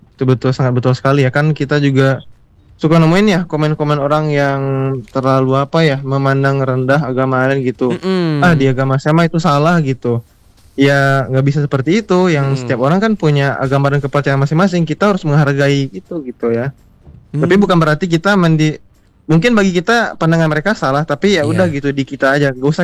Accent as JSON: {"language": "Indonesian", "region": "West Sumatra", "country": "Indonesia", "also_born_or_lived": "Bandung", "moved": "yes", "lives_now": "Karawang, Indonesia", "said": "saya aslinya dari ini, dari Sumatera Barat."}